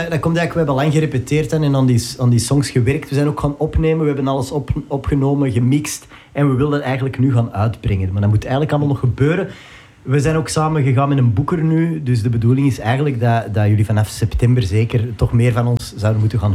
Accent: Ekeren, Flanders, Belgium; Ik ben van Ekeren, dus dat hoort erbij.

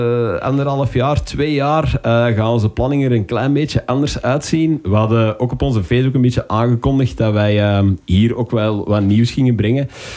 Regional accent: Kessel, Flanders, Belgium; Wij komen uit Kessel, Beersen.

